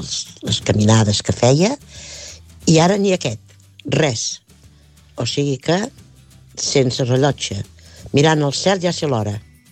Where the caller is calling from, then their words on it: Calonge, Catalonia, Spain; Us truco de Sant Antoni de Calonge.